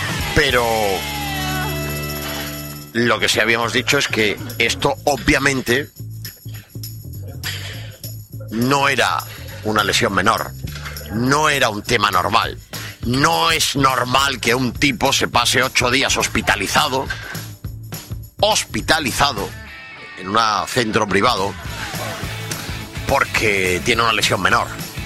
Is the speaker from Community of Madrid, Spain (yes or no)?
no; Almería, Andalusia, Spain; somos almerienses, en mi caso, desde hace 52 años